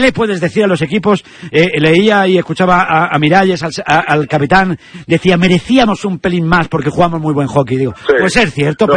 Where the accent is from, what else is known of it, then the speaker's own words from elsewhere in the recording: Spain; siento como si fuera un argentino, soy más español que todas las cosas